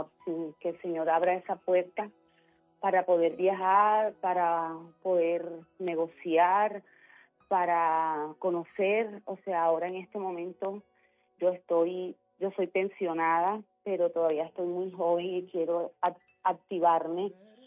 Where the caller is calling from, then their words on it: Plato, Magdalena, Colombia; en Plato Magdalena.